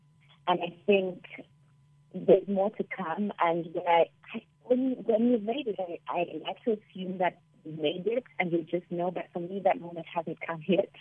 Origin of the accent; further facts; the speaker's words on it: Zimbabwe; moved away as an adult; also born or lived in South Africa; now in Lusaka, Zambia; I have a special place in Zimbabwe because I grew up in Zimbabwe and I went to university in South Africa.